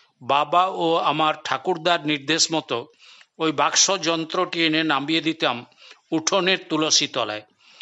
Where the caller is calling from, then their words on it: Chaibasa, Jharkhand, India; কোলহান বিশ্ববিদ্যালয়, চাইবাসা, পশ্চিম সিংভূম, ঝাড়খণ্ড থেকে কথা বলছি।